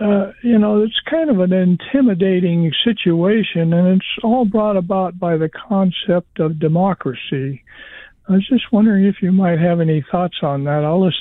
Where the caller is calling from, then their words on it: Yucca, Arizona, United States; in Yucca.